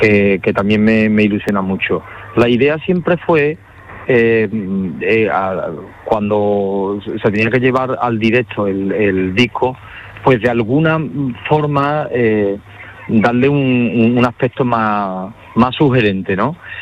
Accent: Huelva, Andalusia, Spain; somos todos de Huelva, de mi tierra

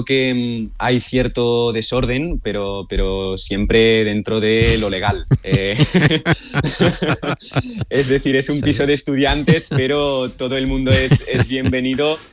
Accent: Olot, Catalonia, Spain; Yo nací en Olot, una pequeña ciudad del norte de España, y ya desde bien pequeñito, cuando tenía 7 años

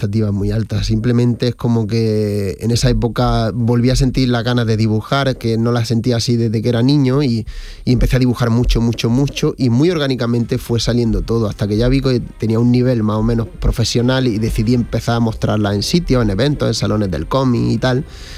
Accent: Granada, Andalusia, Spain; poder traer un personaje de estos que tanto me gusta a mi tierra

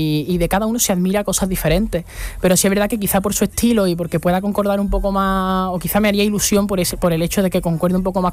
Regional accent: Andalusia, Spain; Claro, o sea, yo soy una persona muy de mi tierra y compartir y tener la posibilidad de que gente de fuera de España, que obviamente Andalucía, yo no he dado a conocer a nadie, Andalucía ya se conocía

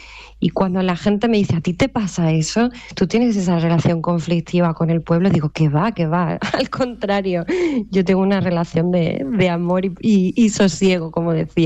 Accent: Castro del Río, Andalusia, Spain; se parece mucho a mi pueblo, que es Castro del Río, en la campiña cordobesa.

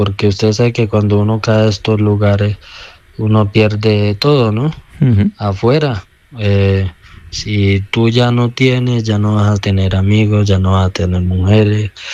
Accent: Chocó, Colombia; born there; moved away; also born or lived in Antioquia; Sí, yo soy del Chocó, del Bajo Atrato, Río Jiguá, cuenca de Río Jiguá, Miandó, precisamente de la comunidad Pueblo Nuevo, que fue la que me vio nacer

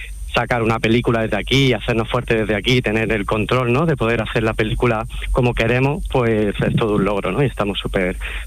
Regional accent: Granada, Andalusia, Spain; Pues sí, soy bastante granadino. También aposté mucho por quedarme aquí, que bueno, he tenido mis propias diatribas con esto, pero ya me he reconciliado con el hecho de quedarme en mi tierra

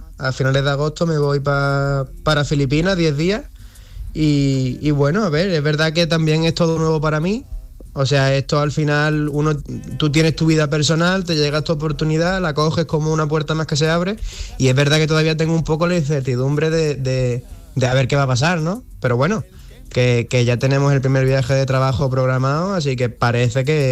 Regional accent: Cártama, Andalusia, Spain; como bien habéis dicho, soy de Cártama y una tarde estaba tomando un café en el bar del pueblo con mis amigos

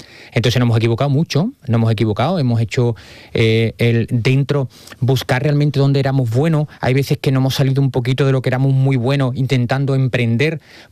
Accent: Huelva, Andalusia, Spain; moved away as an adult; yo he hecho un recorrido personal, profesional, que yo salí de Huelva siendo … y ahora estoy volviendo a hacerlo.

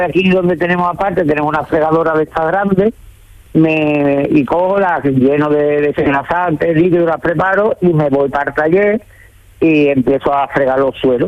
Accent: Montequinto, Andalusia, Spain; now in El Ronquillo, Spain; Yo soy de toda la vida de Dios, de Montequinto.

